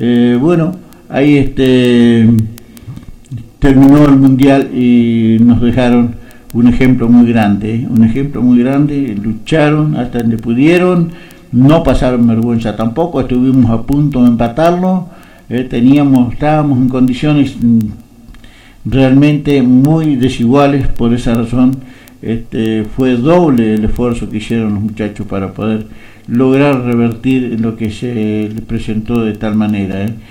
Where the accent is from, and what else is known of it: Argentina